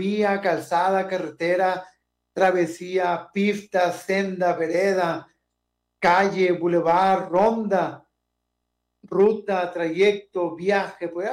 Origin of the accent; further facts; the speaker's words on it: Monterrey, Nuevo León, Mexico; moved away as an adult; now in Peru; yo soy originario de Monterrey, sirviendo acá al norte del Perú.